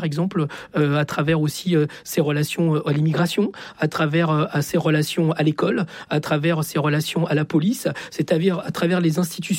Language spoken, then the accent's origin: French; Chile; now in France; Je viens du Chili, je suis fils d'exilés politiques, je suis en France parce que l'extrême droite a pris le pouvoir de la pire des manières.